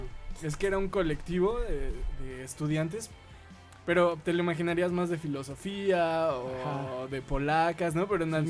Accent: Mexico City, Mexico; Somos la Ciudad de México

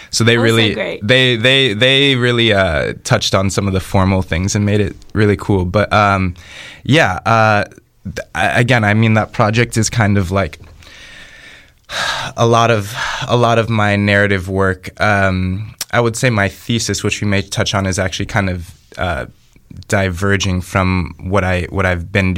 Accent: Chicago, Illinois, United States; My partner lives in New York, so I go between the two. But yeah, I'm from Chicago.

